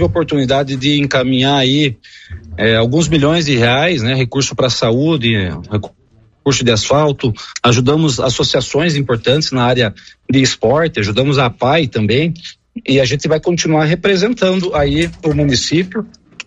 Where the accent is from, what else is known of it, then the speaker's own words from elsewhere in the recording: Pato Branco, Paraná, Brazil; born there; Sou deputado do Paraná e principalmente do Sudoeste Paraná. E eu sou nascido em Pato Branco, né? Eu nasci na Policlínica de Pato Branco, então eu tenho um carinho especial por essa cidade